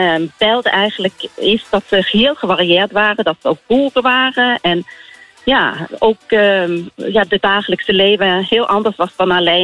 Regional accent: Stavanger, Rogaland, Norway; Dutch is a second language; moved away as an adult; now in Netherlands; Ik kom uit Stavanger.

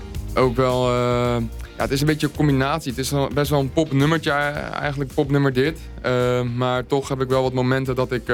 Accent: Reeuwijk, South Holland, Netherlands; moved away as an adult; now in Spijkenisse, Netherlands; ik kom oorspronkelijk uit Reewijk. Dus dat ligt naast Gouda. Dat ligt net niet in Rijnmond, maar momenteel ben ik eigenlijk woonzaam in Spijkenisse.

